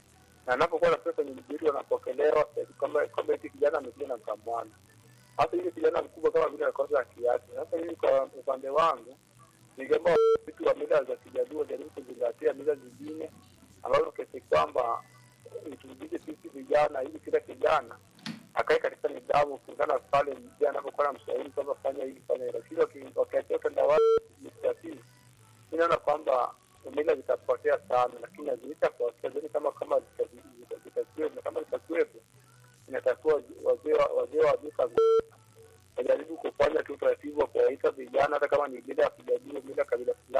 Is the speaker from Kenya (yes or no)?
yes; Kenya; nikasi kwamba mimi kwangu binafsi kama mjaluo na sipendi hata kabisa kuzipoteza.